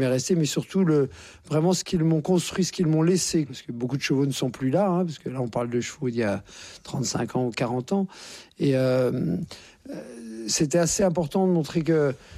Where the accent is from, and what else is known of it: Courbevoie, Île-de-France, France; born there